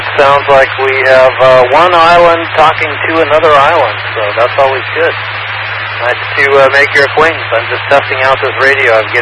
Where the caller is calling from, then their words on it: Washington, United States; I'm on an island north of Seattle, about 1 hour north of Seattle.